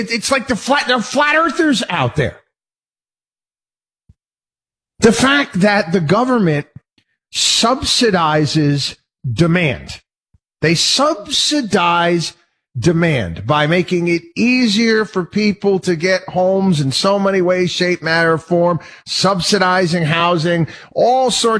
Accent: Albany, New York, United States; I grew up in Albany, New York. I saw a lot of that.

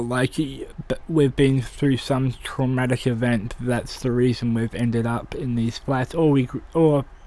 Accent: Queensland, Australia; also born or lived in Christchurch, New Zealand; now in Collingwood, Australia; I'm from New Zealand, Christchurch, but grew up on 40,000 acre property and then a 30 acre property in Queensland, and now I live in Collingwood.

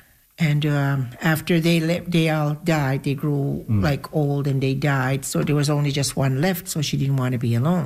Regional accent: Elsipogtog, New Brunswick, Canada; I'm an elder from Elsie Booktook. I was born here. I've always lived here. This is my community.

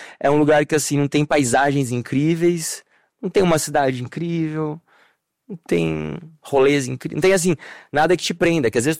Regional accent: Brazil; alguém pergunta aquela coisa, where are you from, né? De onde você é? Aí Brasil, Brasil!

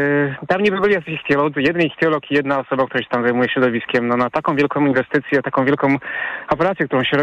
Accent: Lower Silesian Voivodeship, Poland; now in Poznań, Poland; ja dzwonię z Poznania, ale bardzo dobrze znam Zalew Pilchowicki. Tam się w sumie wychowałem już od dziecka.

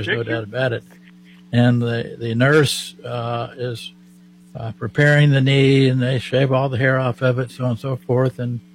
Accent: Oklahoma, United States; accent: Oklahoma; with my Oklahoma accent, it's hard for me to say Le Mans. They say it differently in France than we do in Oklahoma.

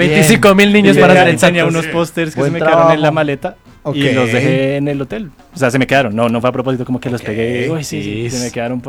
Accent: Sincelejo, Sucre, Colombia; Yo vengo de Sincelejo City.

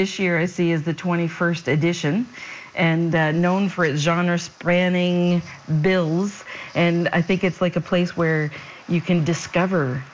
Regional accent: Black's Harbour, New Brunswick, Canada; And I haven't yet been, but I grew up in Black's Harbor, so in the fog myself.

